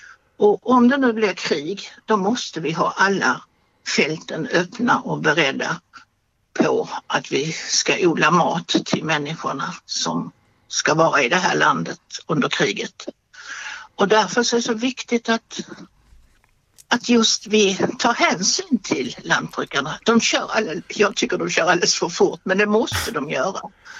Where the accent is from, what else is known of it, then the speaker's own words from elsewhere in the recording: Skåne, Sweden; accent: Scanian; now in Vimmerby, Sweden; Ja, det är tyvärr så att de inte har någon SFI-undervisning för oss skåningar.